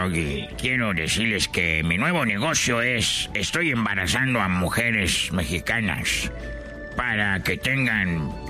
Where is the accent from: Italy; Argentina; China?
China; Mira, yo soy de China. Tú eres de Cuba.